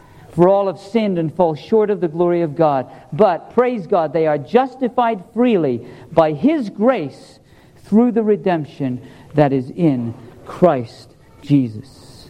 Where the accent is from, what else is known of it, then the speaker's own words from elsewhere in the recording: England, United Kingdom; I guess they must have grown up in a monarchy like I did. See, I grew up in England.